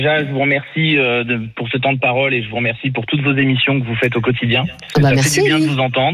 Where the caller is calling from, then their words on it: Troyes, Grand Est, France; j'habite à Troyes, mais mes grands-parents et mes parents sont dans le fin fond de la Haute-Marne